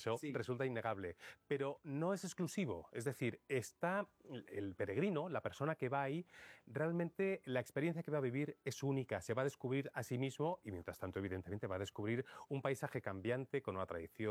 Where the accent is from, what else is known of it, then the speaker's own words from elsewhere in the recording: Madrid, Community of Madrid, Spain; a mí me hace mucha gracia como madrileño, porque yo he visto cómo la fiesta del orgullo se ha convertido de ser una cosita así pequeñita a es la auténtica fiesta mayor alternativa no oficial de Madrid.